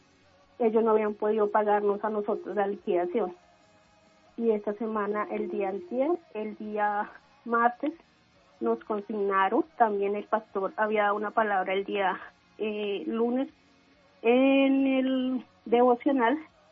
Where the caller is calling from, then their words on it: Bogotá, Colombia; En Bogotá, contigo.